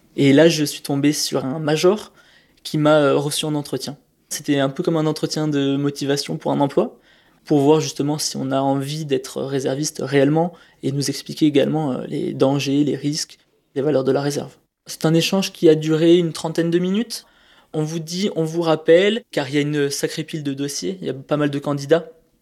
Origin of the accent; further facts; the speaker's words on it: Hyères, Provence-Alpes-Côte d'Azur, France; J'ai grandi à Hyères, dans le Var. Mon père était dans l'armée de terre.